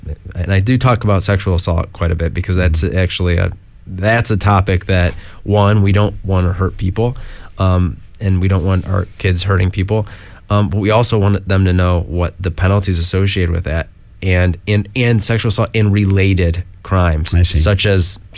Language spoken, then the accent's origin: English; United States; I grew up just outside of Bowling Green, and mm-hmm. that's where I did a lot of driving.